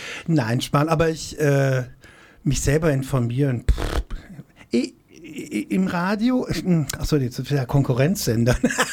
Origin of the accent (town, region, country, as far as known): Krefeld, North Rhine-Westphalia, Germany; now in Nuremberg, Germany